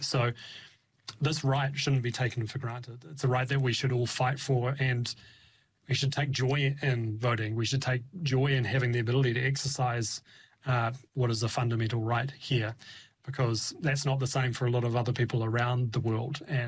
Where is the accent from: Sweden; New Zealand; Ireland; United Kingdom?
New Zealand; Christchurch, Canterbury; growing up in Christchurch